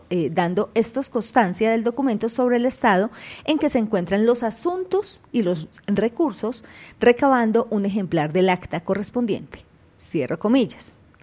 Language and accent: Spanish; Colombia; somos todos los colombianos